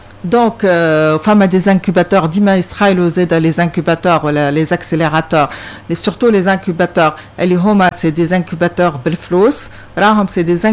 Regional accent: Tunisia; عندنا في تونس

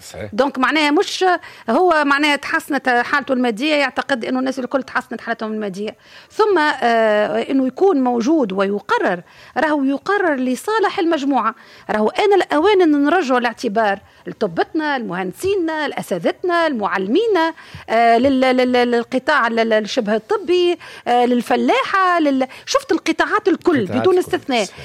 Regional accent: Tunisia; وانا كمواطن تونسي دافع للاداءات، مواطن تونسي ابسط حقوقي بالدستور الصحه والتعليم

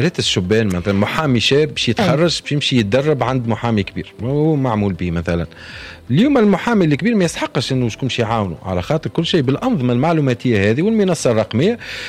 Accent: Tunisia; احنا عندنا في تونس برشا جامعات

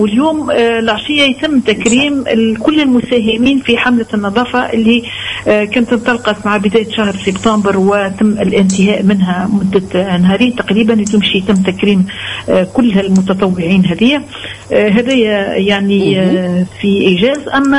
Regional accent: Tunisia; يا رانا نحبوا بلادنا بسخانتها بردها بكل شيء.

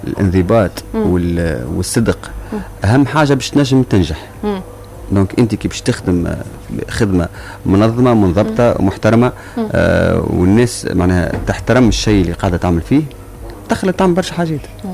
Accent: Tunisia; ربطتني بطاقة تعريف تونسي.

